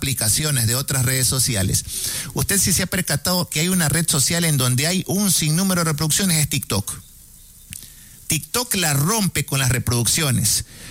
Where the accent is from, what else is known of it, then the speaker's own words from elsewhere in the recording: Ecuador; nosotros lo vemos, como los ecuatorianos